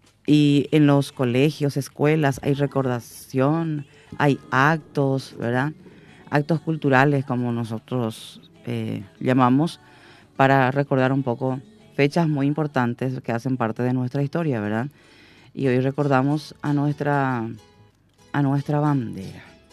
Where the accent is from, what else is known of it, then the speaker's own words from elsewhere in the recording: Paraguay; Tenemos que tratar siempre de hacer lo que nos corresponde como paraguayos